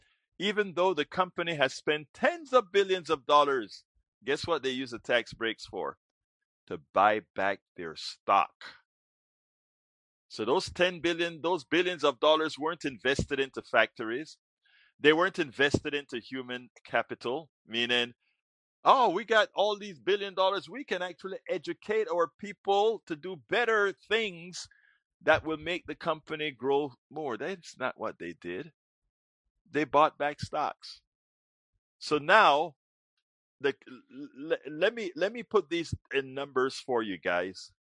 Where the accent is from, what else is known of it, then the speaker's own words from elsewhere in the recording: United States; Look, I am an American.